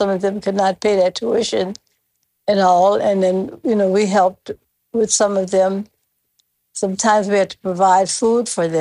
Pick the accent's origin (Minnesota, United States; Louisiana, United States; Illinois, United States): Louisiana, United States; Opelousas; I grew up in Opelousas, Louisiana. I went to Catholic schools from first grade to 12. We were all baptized Catholics.